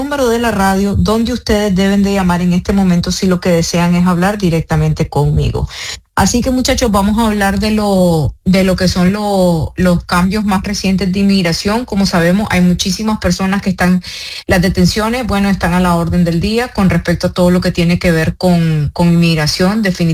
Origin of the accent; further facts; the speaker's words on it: Nicaragua; now in Miami, United States; soy abogada americana, igual que nicaragüense, pero cuando yo fui abogada, después de ciertos años de ser abogada en Nicaragua, yo me pude hacer notario, y en mi país, en Nicaragua, solo los notarios te pueden, por ejemplo, casar.